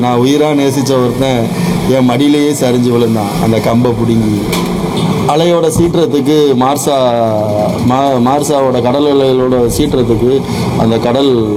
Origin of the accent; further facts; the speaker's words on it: Rameswaram, Tamil Nadu, India; now in Pamban, India; எனக்கு நான் பிறந்து வளர்ந்ததுலாம் ராமேஸ்வரம். பாமனுக்கு வந்து ஒரு 15 வருஷம் 18 வருஷம் இருக்கு.